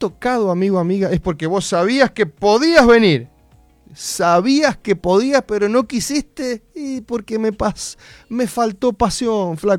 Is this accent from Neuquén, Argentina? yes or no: no; Mendoza, Argentina; accent: cuyano; Mis hijas me retan, no es pollo, papá, si vos sos mendocino.